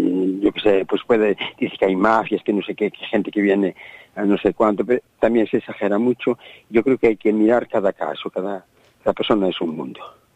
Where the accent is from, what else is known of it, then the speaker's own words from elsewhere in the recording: Ares, Galicia, Spain; La Virgen de Carmen me encanta porque mi pueblo era muy marinero de Ares y se celebraba mucho ya desde pequeñito el … tan bonito.